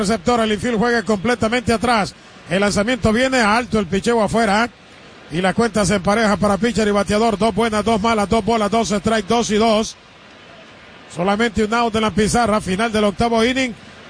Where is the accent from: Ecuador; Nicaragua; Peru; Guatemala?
Nicaragua; moved away; en mi país, Nicaragua